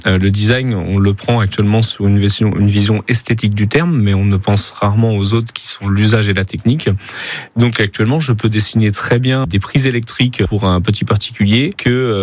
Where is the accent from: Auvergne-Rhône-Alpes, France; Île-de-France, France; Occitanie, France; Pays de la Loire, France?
Pays de la Loire, France; Auvers-le-Hamon; J'ai grandi à Auvers-le-Hamon, donc à côté de Sablé-sur-Sarthe, bercé par la famille.